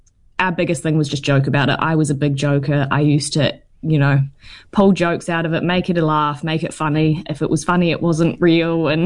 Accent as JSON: {"language": "English", "region": "Canterbury", "country": "New Zealand", "tie": "born or raised there", "said": "I grew up in North Canterbury and I grew up at an area school."}